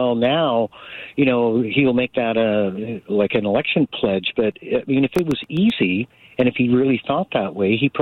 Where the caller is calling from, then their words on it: Abbotsford, British Columbia, Canada; I live in Abbotsford and we are not part of Metro Vancouver.